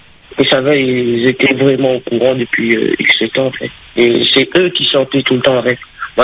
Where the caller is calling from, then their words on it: Le Tampon, Réunion, France; je suis chez moi au tampon.